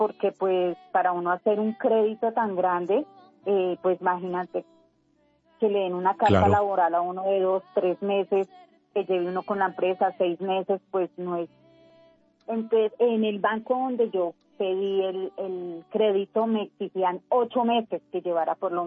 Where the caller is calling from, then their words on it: Bogotá, Colombia; porque yo soy de Bogotá y ya he llevado mucho tiempo aquí en Bogotá